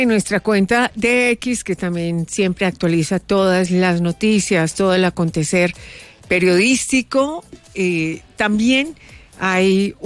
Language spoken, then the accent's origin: Spanish; Quindío, Colombia; vamos a iniciar con una historia que viene desde mi tierra, desde el Quindío.